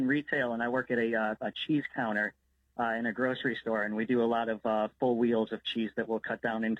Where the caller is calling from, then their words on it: Chicago, Illinois, United States; I'm calling from Chicago.